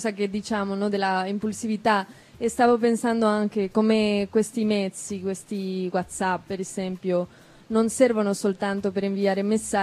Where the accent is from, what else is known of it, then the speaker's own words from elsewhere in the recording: Spain; Italian is a second language; moved away; sono spagnola